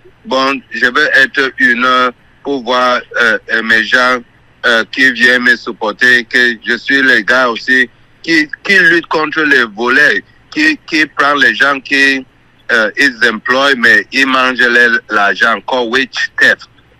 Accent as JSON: {"language": "French", "country": "Cameroon", "moved": "yes", "lives_now": "Somerville, United States", "said": "je viens du Cameroun et je suis ici à Sommerville."}